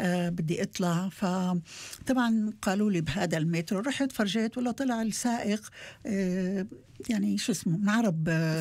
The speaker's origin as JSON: {"language": "Arabic", "town": "Qamishli", "region": "Al-Hasakah Governorate", "country": "Syria", "tie": "born there", "moved": "as an adult", "said": "أنا البلدة اللي جيت منها نحن بنسميها زالين السرياني القامشلي، تقريبا فيك تقولي على حدود يعني ما مش بعيدة عن الموصل."}